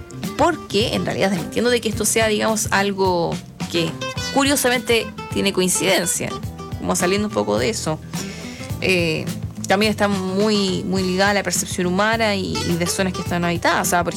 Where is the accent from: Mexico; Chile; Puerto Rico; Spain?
Chile